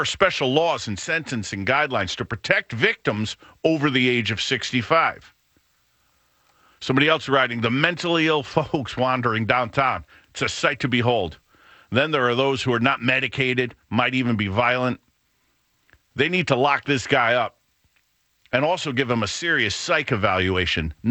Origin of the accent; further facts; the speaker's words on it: New Haven, Connecticut, United States; Me growing up in New Haven.